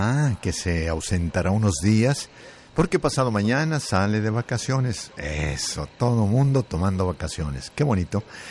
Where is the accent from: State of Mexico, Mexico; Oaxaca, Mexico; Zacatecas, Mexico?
Zacatecas, Mexico; moved away; Me la pasé muy a todo dar ahí en mi tierra.